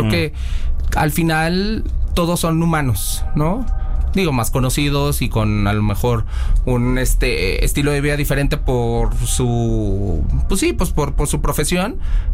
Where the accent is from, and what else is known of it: San Cristóbal de las Casas, Chiapas, Mexico; born or raised there